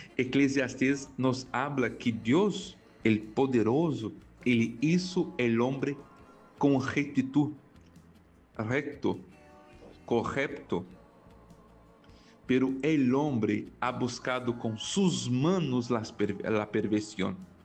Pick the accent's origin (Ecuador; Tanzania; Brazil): Brazil; first language Portuguese; Spanish is a second language; now in Spain; yo estoy aquí sí, en España haciendo un trabajo misionero, pero yo soy brasileño. Entonces nosotros en Brasil hablamos el portugués. Nuestro idioma es el portugués y tenemos ahí, vamos a decir, un poco de dificultad para hablar el español.